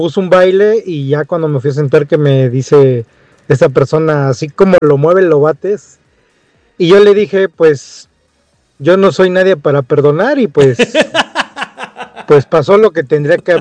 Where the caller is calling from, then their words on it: Cuernavaca, Morelos, Mexico; acudía yo mucho a un grupo de baile aquí en Cuernavaca.